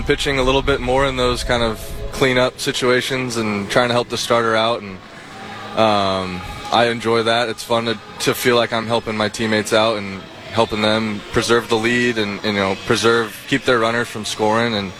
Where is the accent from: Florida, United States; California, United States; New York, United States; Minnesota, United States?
California, United States; now in Utah, United States; getting to visit my parents where I grew up in California is not too shabby either.